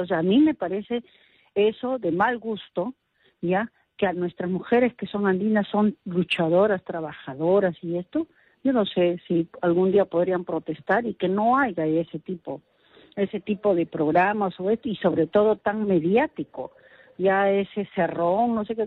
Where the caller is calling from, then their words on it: Peruvian coast, Peru; Yo no soy andina, soy de la costa